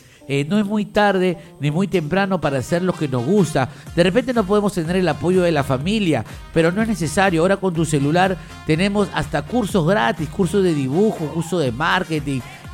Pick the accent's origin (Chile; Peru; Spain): Peru